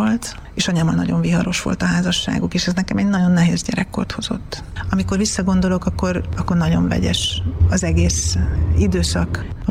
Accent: Tiszaföldvár, Jász-Nagykun-Szolnok, Hungary; born there; moved away; Tiszaföldváron születtem, és én vagyok a családnak az ötödik lánya. Apukám és anyukám második házasságában születtem, és Földvár egy tiszaparti kisváros.

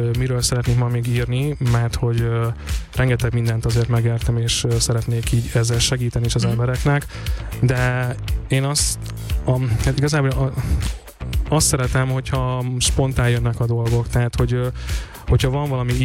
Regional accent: Békés, Hungary; now in Budapest, Hungary; hogyha hazautazok a szüleimhez vidékre, ugye a Békés megyéből származom

